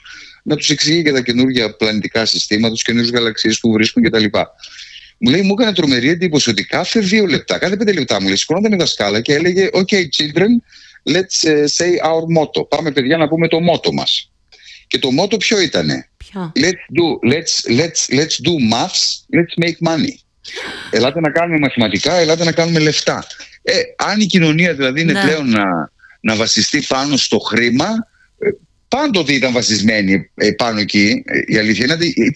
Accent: Kozani, Western Macedonia, Greece; βρεθήκαμε, ας πούμε, σε ένα μπαράκι στην πόλη μου, στην Κοζάνη.

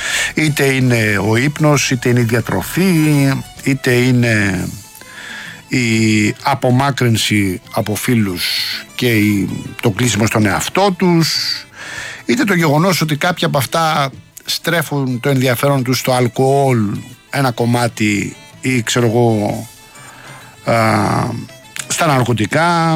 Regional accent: Rafina, Attica, Greece; now in Athens southern suburbs, Greece; στην πατρίδα μου στη Ραφίνα.

